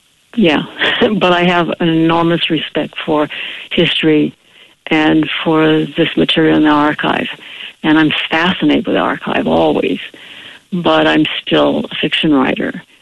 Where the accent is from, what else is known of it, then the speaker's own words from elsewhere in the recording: Los Angeles, California, United States; as I grew up in Los Angeles.